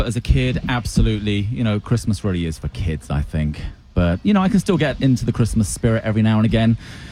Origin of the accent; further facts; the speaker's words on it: United Kingdom; I'm British.